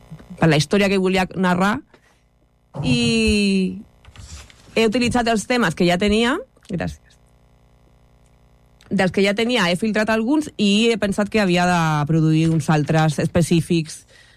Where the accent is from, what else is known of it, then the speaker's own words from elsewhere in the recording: Ripollet, Catalonia, Spain; jo soc de Ripollet i no em moure de Ripollet.